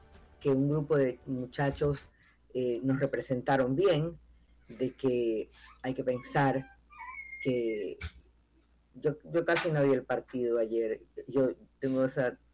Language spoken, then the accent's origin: Spanish; Ecuador; nosotros como ecuatorianos